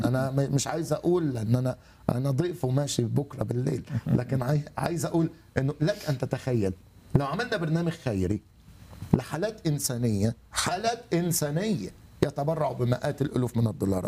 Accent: Egypt; أنا جاي من مصر مخصوص أحبائي للأمانة

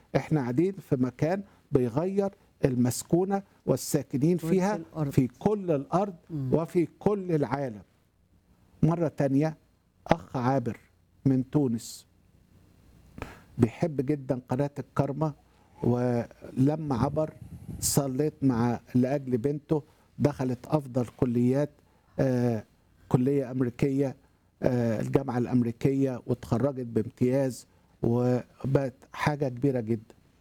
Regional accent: Iraq; now in Australia; من العراق وعاوز اخدم يعني الشعب العراقي المهجر

